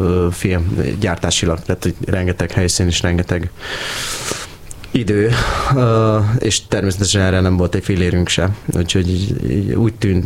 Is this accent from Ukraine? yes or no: no; Hungary; Híres kínai származású magyar gyerek vagyok